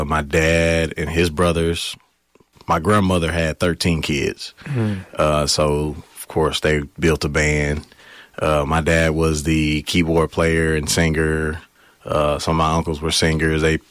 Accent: Kansas City, Missouri, United States; born there; also born or lived in Blytheville, Arkansas / Jonesboro, Arkansas; So I was born in Kansas City, Missouri. Hmm. My dad was a college basketball player. But they originated in Blytheville, Arkansas. So all my family is in Blytheville.

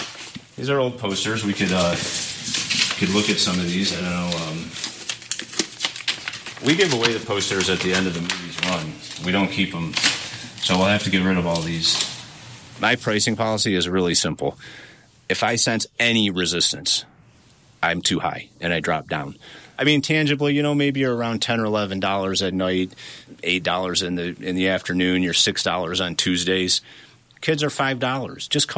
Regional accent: Grayling, Michigan, United States; you know, I'm from Michigan, and he was our senator. So he said, oh, yeah, where are you from? I said, Grayling.

